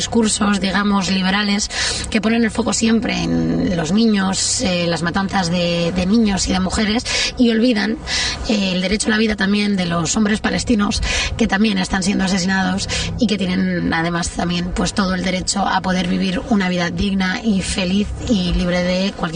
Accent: Madrid, Community of Madrid, Spain; now in Mallorca, Spain; soy madrileña, ahora mismo viviendo en Mallorca, y soy militante de la Global Sumo Flotilla.

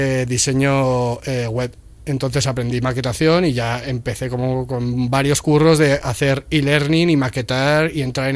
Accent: Logroño, La Rioja, Spain; moved away as an adult; now in Madrid, Spain; Él y yo somos de Logroño, en tercero de primaria nos pusieron juntos y desde ahí pues hemos estado siempre muy, muy juntos. O sea, en plan, estudiamos el bachillerato artístico, vinimos a Madrid a estudiar diseño gráfico

